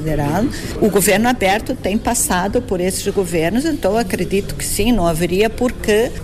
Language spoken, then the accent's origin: Portuguese; Brazil; eu venho do Brasil